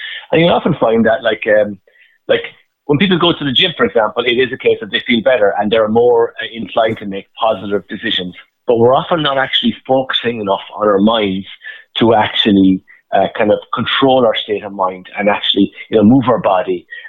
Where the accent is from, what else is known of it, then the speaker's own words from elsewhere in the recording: Ireland; But I'm an Irish person, very passionate about Ireland